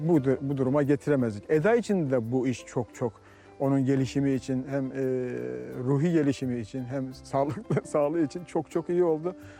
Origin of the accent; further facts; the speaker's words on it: Artvin, Turkey; born there; 62 yaşındayım. Artvin doğumluyuz.